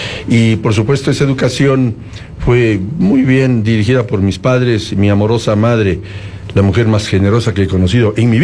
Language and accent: Spanish; Ecuador